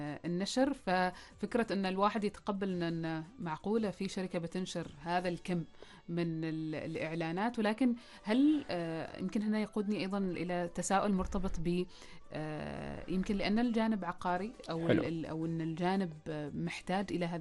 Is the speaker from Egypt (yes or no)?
no; Oman; أنا أتوقع أن قطاع العقار عندنا في عمان يتطور بشكل كبير.